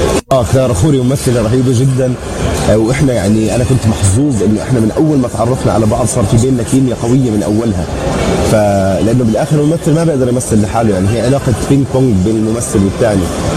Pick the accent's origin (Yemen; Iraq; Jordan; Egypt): Jordan